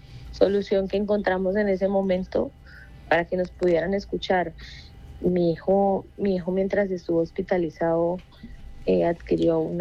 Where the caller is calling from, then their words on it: Villa del Rosario, Norte de Santander, Colombia; Nosotros venimos desde Villa del Rosario, de Norte de Santander, de Cúcuta, Norte de Santander.